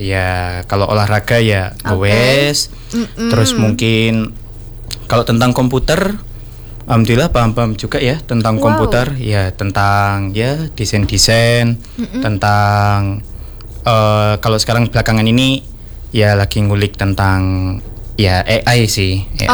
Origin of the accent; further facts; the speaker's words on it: Sidoarjo, East Java, Indonesia; Saya asalnya dari Taman Sidoarjo dan juga kebetulan sekarang sedang menempuh studi ilmu komunikasi di Universitas Darussalam Gontor.